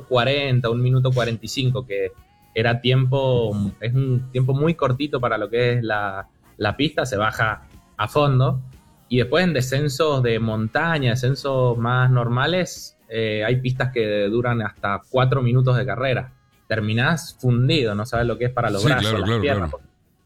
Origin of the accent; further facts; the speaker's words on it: Luján de Cuyo, Mendoza, Argentina; Nací en Mendoza, acá cerquita en Luján de Cuyo.